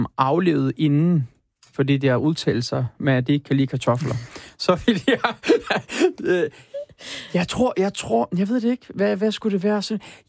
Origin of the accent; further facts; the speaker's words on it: Turkey; now in Denmark; Jeg skal ikke komme som en tyrker og starte borgerkrig i Danmark.